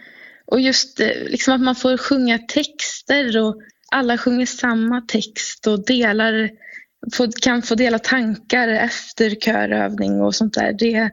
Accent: Tidaholm, Västra Götaland County, Sweden; Min mamma har jobbat i Svenska kyrkan i Tidaholm där jag kommer ifrån.

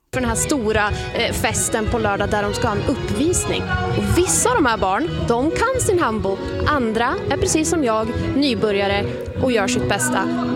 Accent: Gävleborg County, Sweden; jag själv som är född och uppvuxen i Hälsingland, även fast jag inte kan dansa hambo, så ingår det liksom i sommartid.

